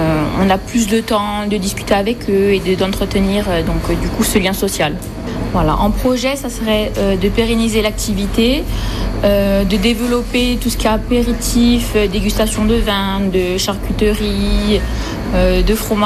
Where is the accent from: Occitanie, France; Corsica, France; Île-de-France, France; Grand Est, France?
Corsica, France; Pietracorbara; now in Corsica, France; À la base, je suis de Pietra Corba. Je travaille sur Bastia dans un hôtel-restaurant.